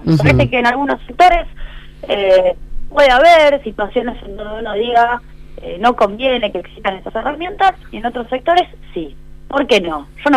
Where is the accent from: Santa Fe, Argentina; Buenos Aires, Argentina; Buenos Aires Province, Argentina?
Santa Fe, Argentina; Rosario; te lo digo porque soy rosarina